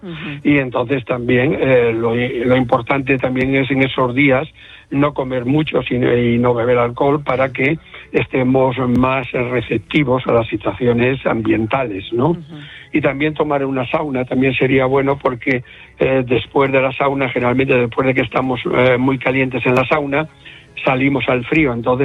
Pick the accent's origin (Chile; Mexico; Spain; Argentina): Spain; Galicia; Como buen gallego voy allí.